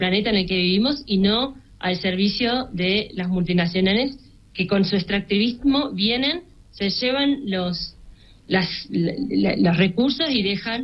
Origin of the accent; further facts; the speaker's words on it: Argentina; Y también Rodrigo Paz tiene el apoyo del presidente Javier Milei, que es presidente en mi país, que hace 3 años que está gobernando mi país